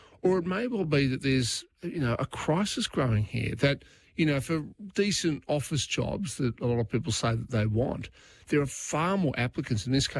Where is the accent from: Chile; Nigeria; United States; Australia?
Australia; we as ordinary Australian taxpayers